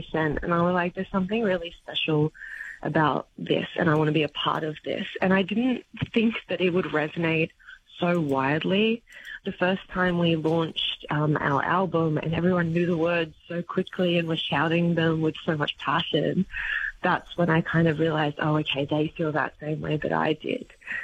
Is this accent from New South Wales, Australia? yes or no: yes; Sydney, New South Wales, Australia; all the things I really liked about myself were lessons that I learned from growing up in Western Sydney. And then coming back and raising kids here, I was like, this is a really great place. And I'm so lucky to be from here.